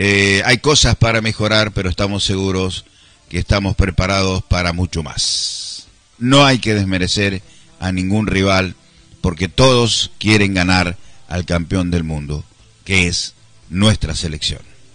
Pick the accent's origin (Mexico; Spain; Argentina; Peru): Argentina; como somos los argentinos resilientes